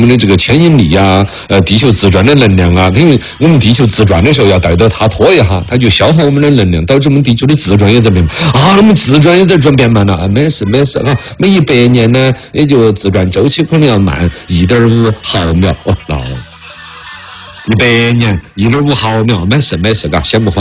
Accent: China

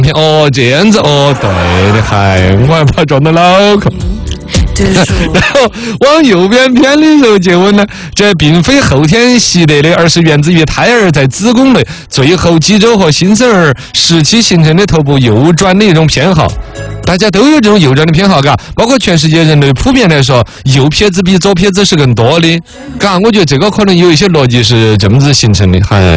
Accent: China

